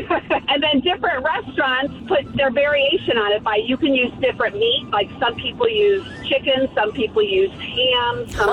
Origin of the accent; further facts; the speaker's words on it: Springfield, Illinois, United States; I grew up in Springfield.